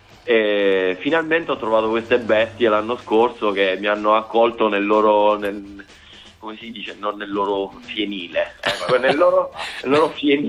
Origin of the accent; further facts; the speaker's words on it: Sanarica, Apulia, Italy; moved away as an adult; also born or lived in Bologna / Spain; now in Padua, Italy; io vengo da, vabbè, sono di Lecce, provincia, Sanarica